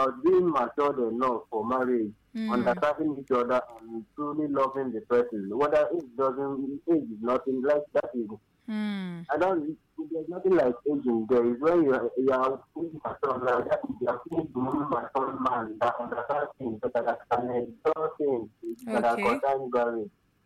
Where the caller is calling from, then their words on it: Ogun, Nigeria; I'm calling from Ogun.